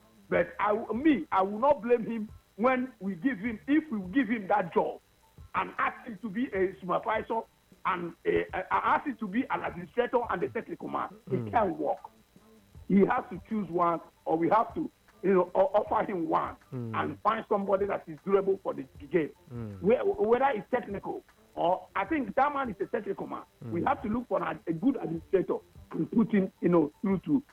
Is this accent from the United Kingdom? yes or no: no; Nigeria; We are Nigerian